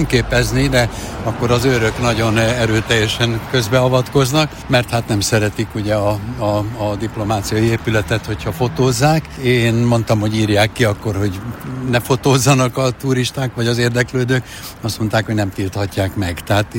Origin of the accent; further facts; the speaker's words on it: Hungary; moved away as an adult; now in Vienna, Austria; Tehát, mint magyar ember vagyok jelen Bécsben